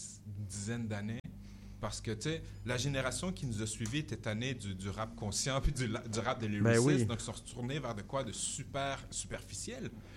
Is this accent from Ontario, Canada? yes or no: no; Quebec City, Quebec, Canada; moved away as an adult; now in Montreal, Canada; c'est là que je viens, c'est là que je suis né, c'est là que ma mère est née.